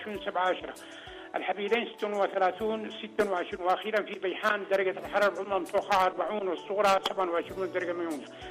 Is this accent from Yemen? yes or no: yes; Yemen; محافظات بلادنا الغربية والجنوبية